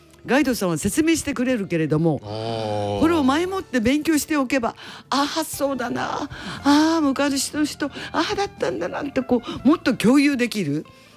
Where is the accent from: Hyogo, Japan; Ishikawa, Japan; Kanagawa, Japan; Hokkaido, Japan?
Ishikawa, Japan; Yamanaka Onsen; 私のふるさと山中温泉には樹齢2300年って聞いた